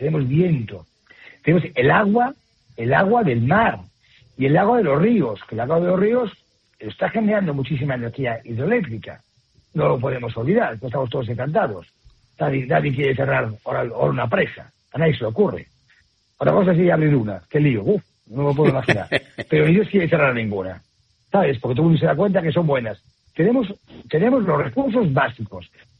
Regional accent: Spain; Somos los españoles

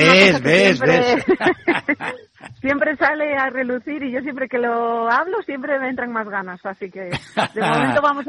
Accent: Ponferrada, Castile and León, Spain; Sí, León es mi tierra, aunque bueno, ya sabéis que yo soy medio, al final soy de Ponferrada

